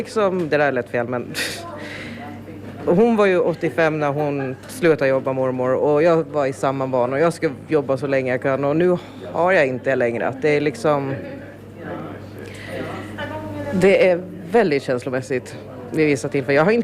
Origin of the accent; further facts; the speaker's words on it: Åland, Finland; also born or lived in Sweden; ju bara 11 månader när vi flyttade tillbaka till Åland från Sverige. Och... Så jag har ju växt upp här i huset.